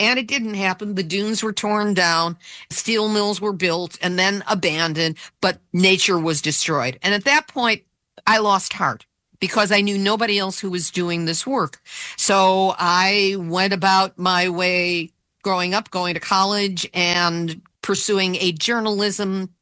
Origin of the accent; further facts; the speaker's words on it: Chicago, Illinois, United States; I grew up in Chicago.